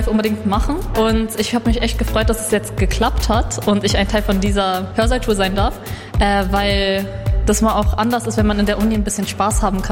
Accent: Berlin, Germany; ich bin 20 Jahre alt und ich komme aus Berlin, Neukölln.

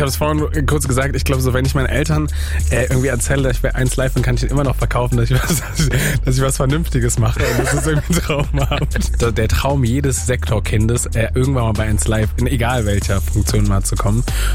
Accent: Bonn, North Rhine-Westphalia, Germany; now in Berlin, Germany; eigentlich komme ich aus Bonn. Ich wohne mittlerweile in Berlin, aber ich bin heute aus Celle eingereist

